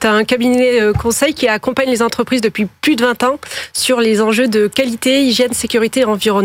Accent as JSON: {"language": "French", "region": "Auvergne-Rhône-Alpes", "country": "France", "tie": "born or raised there", "said": "Je suis originaire du Cantal."}